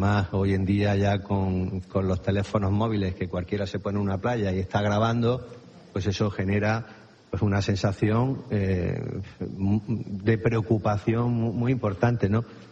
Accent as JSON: {"language": "Spanish", "town": "El Ejido", "region": "Andalusia", "country": "Spain", "said": "Almería es una provincia emprendedora que se ha hecho con gente venida de muchos sitios. Yo vengo de Lejido y ha crecido, pues imagínate, en menos de medio siglo ha podido crecer en 80.000 habitantes, ¿no?"}